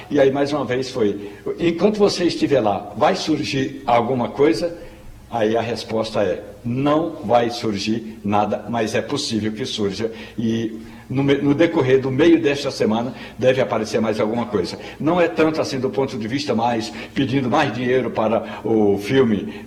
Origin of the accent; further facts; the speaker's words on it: Pernambuco, Brazil; Aí alguém me pergunta, mas você não é pernambucano? Sou pernambucano, mas também tenho uma pequena herança no território argentino, é bom que se diga.